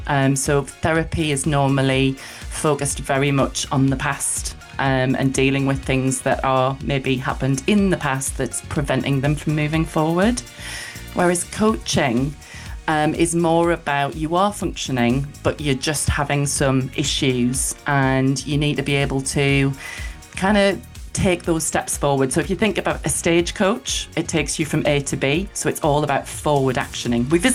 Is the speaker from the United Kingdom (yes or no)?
yes; Sunderland, North East England, United Kingdom; So I'm from Sunderland originally, around Oxford Park area, for those that are local